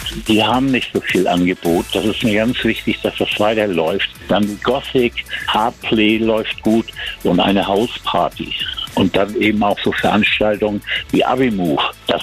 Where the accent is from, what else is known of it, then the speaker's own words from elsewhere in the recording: Schleswig, Schleswig-Holstein, Germany; wo kommst du her, auf Schleswig?